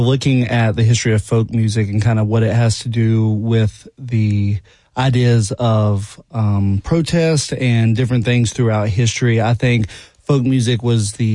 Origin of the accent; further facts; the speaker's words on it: North Carolina, United States; I grew up in North Carolina. I grew up in Ashe County, North Carolina, in a very rural community.